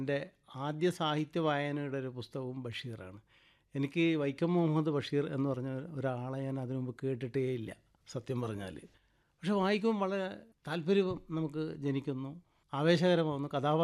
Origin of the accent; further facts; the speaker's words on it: Kannur, Kerala, India; also born or lived in Valapattanam; ഞാൻ പറഞ്ഞു കണ്ണൂരിൽ നിന്നാണ്, ഇന്ന സ്ഥലത്തു നിന്നാണ്.